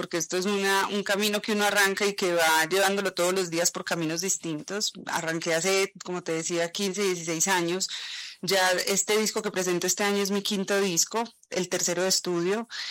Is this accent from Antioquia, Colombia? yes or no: yes; Medellín, Antioquia, Colombia; moved away as an adult; also born or lived in New York / Miami / Mexico; soy de Medellín, soy la colombiana creo que más patriota del mundo, amo mi país, pero también me considero ciudadana del mundo, he sido muy inquieta toda mi vida, he viajado mucho y he vivido en distintos lugares, viví en Nueva York